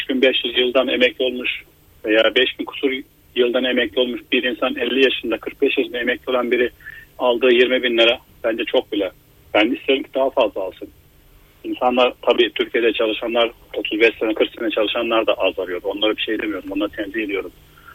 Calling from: Austria; Avusturya'dan arıyorum.

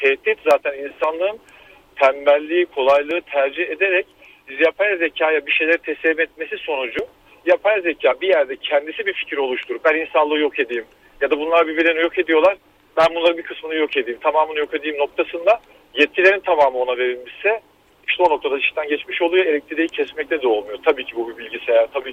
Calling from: Istanbul, Turkey; ben İstanbul'dan

